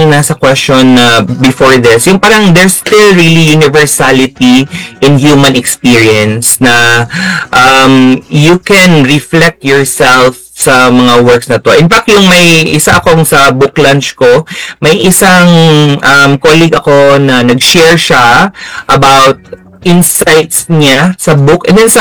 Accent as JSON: {"language": "Tagalog", "town": "Iligan", "region": "Northern Mindanao", "country": "Philippines", "tie": "born or raised there", "said": "Like for example, experience ko growing up dito sa Iligan, kasi meron din pa childhood na mga poetry"}